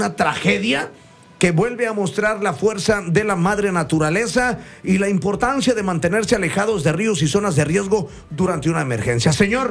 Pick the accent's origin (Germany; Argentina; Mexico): Mexico; Siltepec, Chiapas; born there; mi pueblo se inunda en Siltepec, Chiapas.